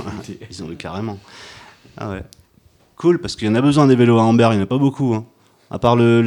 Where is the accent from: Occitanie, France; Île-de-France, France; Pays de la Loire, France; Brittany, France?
Occitanie, France; Toulouse; now in Ambert, France; je viens de Toulouse. Enfin, j'ai habité pas mal à Toulouse.